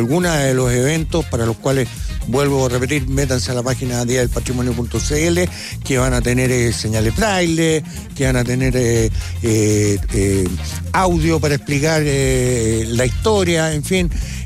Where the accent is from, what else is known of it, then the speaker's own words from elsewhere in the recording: Chile; somos todos los chilenos muy curiosos.